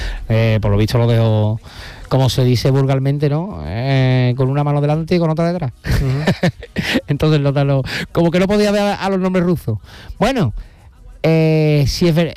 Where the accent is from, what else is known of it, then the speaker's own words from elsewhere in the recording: Alcalá de Guadaíra, Andalusia, Spain; also born or lived in Seville; Pero bueno, mi residencia está en Alcalá de Guadaira desde pequeño. Soy alcalareño. Sevillano y alcalareño.